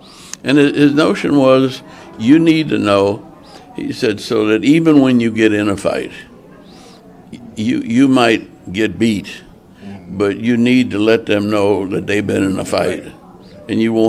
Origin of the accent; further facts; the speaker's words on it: Louisiana, United States; Because I grew up on Dillard's campus. My mother and father went to Dillard.